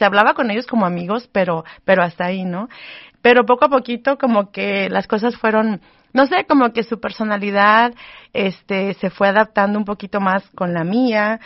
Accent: Guadalajara, Jalisco, Mexico; somos de Guadalajara, pertenecemos a la parroquia de San José de Sacramento

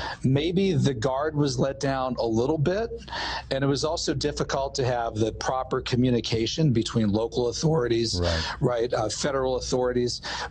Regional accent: Butler, Pennsylvania, United States; I'm actually from Butler, Pennsylvania.

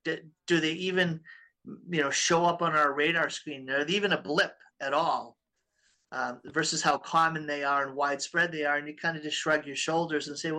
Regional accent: Boston, Massachusetts, United States; moved away; Yeah, I grew up in Boston

